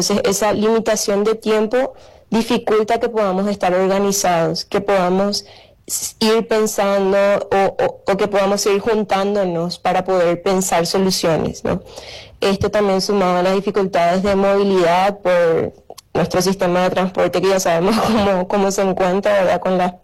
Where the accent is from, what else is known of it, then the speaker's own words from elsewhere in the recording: Paraguay; lo que yo veo como joven paraguaya